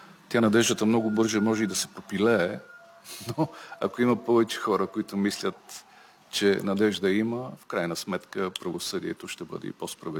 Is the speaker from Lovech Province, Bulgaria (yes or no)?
no; Kyustendil Province, Bulgaria; близо до родното ми село Метоха Орлица преди Рилския манастир